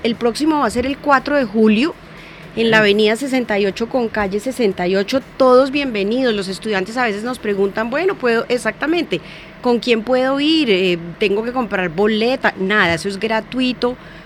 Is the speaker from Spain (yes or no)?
no; Bogotá, Bogotá Capital District, Colombia; como bogotanos, como colombianos